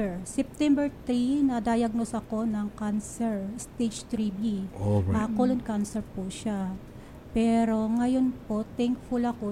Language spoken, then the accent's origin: Tagalog; Caloocan, Metro Manila, Philippines; Taga ano po ako, sa May Paho po.